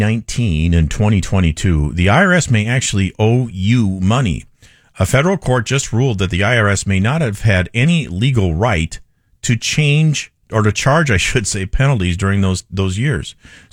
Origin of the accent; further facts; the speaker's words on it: Midwest, United States; I grew up in the Midwest.